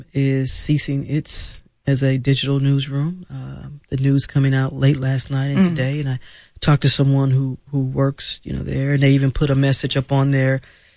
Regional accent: St. Louis, Missouri, United States; I grew up in St. Louis where we used to get the St. Louis Argus.

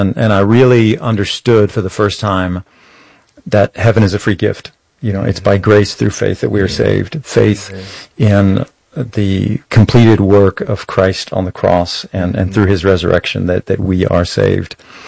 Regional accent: San Antonio, Texas, United States; I grew up here in San Antonio

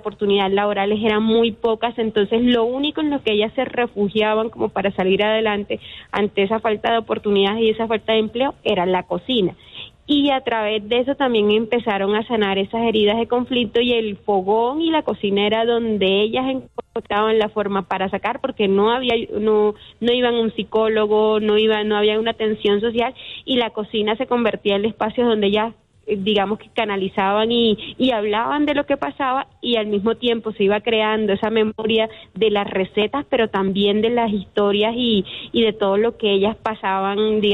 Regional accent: Colombia; las cosas más bellas que nos representan como colombianos, que es la gastronomía

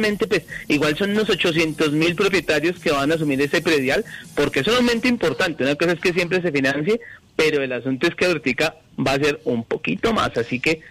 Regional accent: Colombia; now in Dosquebradas, Colombia; así somos los colombianos.

